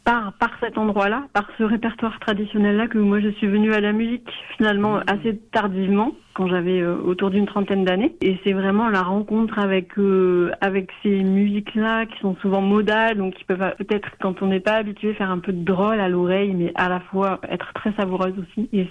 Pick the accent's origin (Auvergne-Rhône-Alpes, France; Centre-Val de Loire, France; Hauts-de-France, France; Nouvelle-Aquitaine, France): Nouvelle-Aquitaine, France; Parce que moi, comme j'ai grandi au Pays Basque, donc qui n'est pas du tout loin de l'Occitanie.